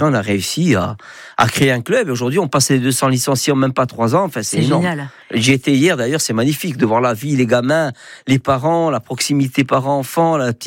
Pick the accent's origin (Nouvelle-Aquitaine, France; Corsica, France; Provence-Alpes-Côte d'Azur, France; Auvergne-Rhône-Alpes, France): Corsica, France; Bastia; je ne suis pas de TOG, moi je suis de Montésor, tout ça. Mais j'habite à côté maintenant.